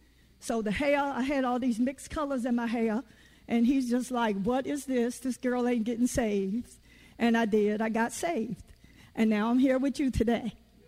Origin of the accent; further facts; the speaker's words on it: Virginia, United States; I'm from Virginia. I was born below the Mason-Dixon line.